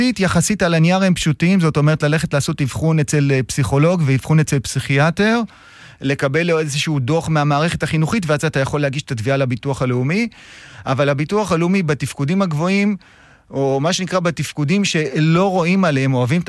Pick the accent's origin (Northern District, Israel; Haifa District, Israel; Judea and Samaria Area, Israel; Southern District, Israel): Northern District, Israel; Nahariya; אני מנהריה, המשרד מוקם שם, בן 45, אבא לשלושה.